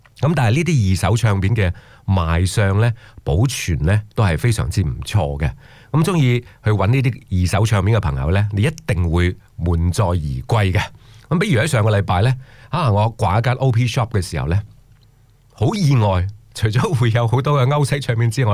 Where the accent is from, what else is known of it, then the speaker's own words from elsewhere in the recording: Australia; 不过咧，咁我哋澳洲人咧